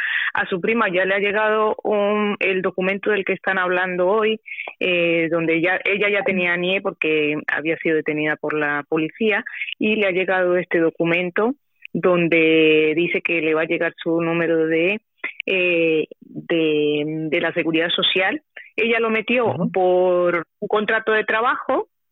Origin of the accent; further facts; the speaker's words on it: Spain; Yo soy española y además es porque ella tenía un procedimiento de cáncer aquí, la trataron aquí